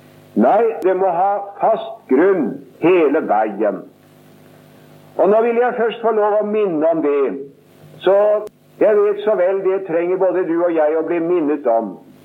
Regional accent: Sarpsborg, Østfold, Norway; moved away; som vi sier hjemme i Sarpsborg.

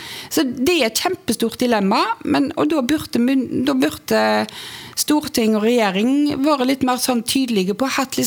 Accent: Vihavda, Sweden; Jeg er jo født og oppvokst på Vihavda i Sverige også.

